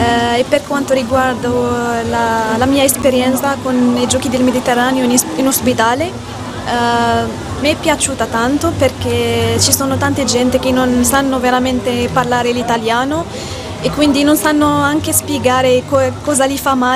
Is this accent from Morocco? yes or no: yes; Morocco; Italian is a second language; moved away as an adult; now in Italy; ho 27 anni, sono marocchina, sono qua in Italia da 1 anno